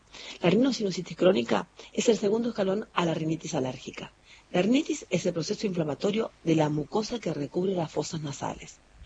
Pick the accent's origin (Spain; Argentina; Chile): Argentina; Bellavista, Corrientes